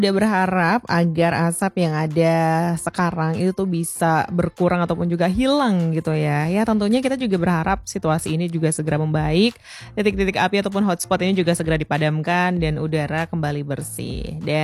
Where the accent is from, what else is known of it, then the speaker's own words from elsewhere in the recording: Pekanbaru, Riau, Indonesia; bagi kita orang Pekanbaru tuh agak asing ya dengan bubur singkong.